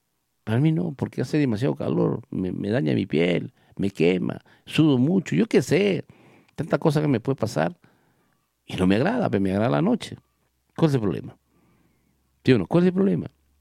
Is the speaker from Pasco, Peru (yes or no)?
yes; Villa Rica, Pasco, Peru; qué pena por mi pueblo de Villarrica